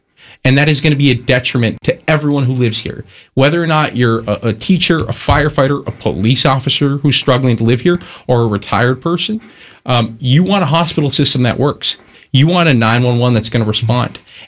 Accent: Cape Cod, Massachusetts, United States; when I was born on Cape Cod in the year 2000

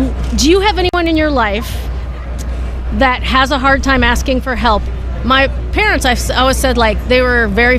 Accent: Midwest, United States; I'm a comedian. I'm from the Midwest U.S.

